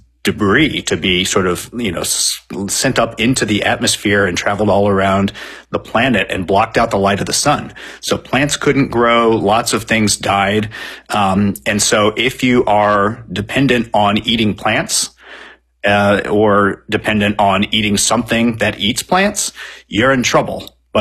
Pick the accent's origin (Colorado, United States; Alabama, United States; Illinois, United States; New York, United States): Illinois, United States; Champaign-Urbana; which I had that as a kid, you know, growing up in Champaign-Urbana.